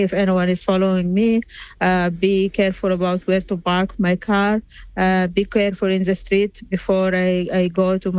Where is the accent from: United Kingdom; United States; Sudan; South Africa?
Sudan; I am one of them. I am from Sudan too.